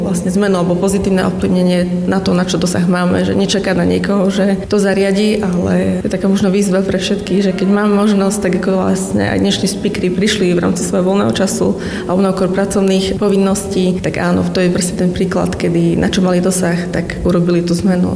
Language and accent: Slovak; Košice, Košice Region, Slovakia; now in Stropkov, Slovakia; Ja sama som z Košíc a keď som prišla do Stropkova a zistila som, čo všetko tu je, ako to dobre vyzerá, tak som si vravela, že ja to chcem prežiť.